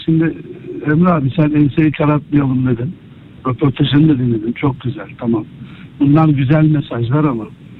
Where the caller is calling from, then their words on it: Istanbul, Turkey; İstanbul'dan.